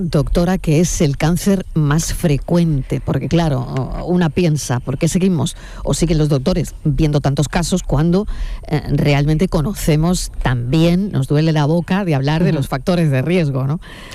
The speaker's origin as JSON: {"language": "Spanish", "region": "Andalusia", "country": "Spain", "said": "muchos andaluces empezamos ya a disfrutar de vacaciones"}